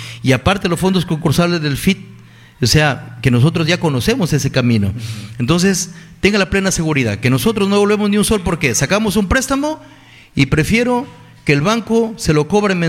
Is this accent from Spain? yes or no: no; Bagua, Amazonas, Peru; que no me juzguen por ser de Bagua. Yo, como alcalde de Bagua, hice un hermanamiento con las comunidades nativas.